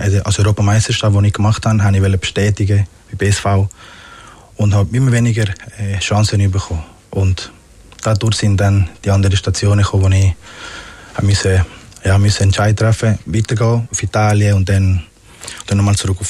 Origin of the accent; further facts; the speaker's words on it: Magdalena, Colombia; now in Switzerland; ich bin auch ganz am Strand mit meinen Grosseltern aufgewachsen, in Parque Tayrona heisst es.